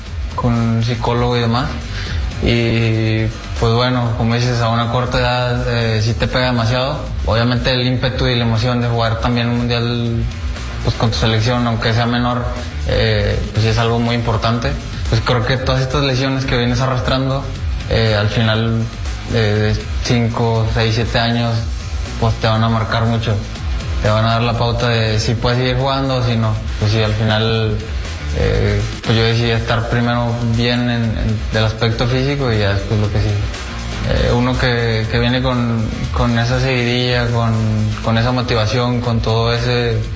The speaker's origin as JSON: {"language": "Spanish", "country": "Mexico", "said": "somos mexicanos, somos un país que está muy unido"}